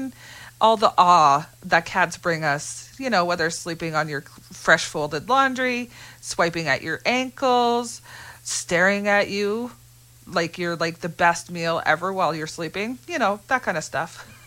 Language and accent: English; Scotland, United Kingdom; I'm Scottish